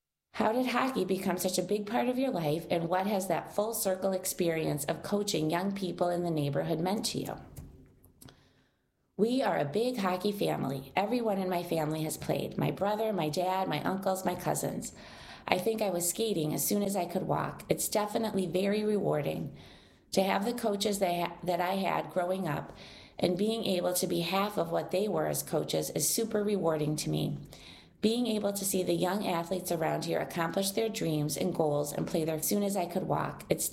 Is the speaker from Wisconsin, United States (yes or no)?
no; Dorchester, Massachusetts, United States; I'm 28 years old, born and raised in Dorchester, still here 28 years later.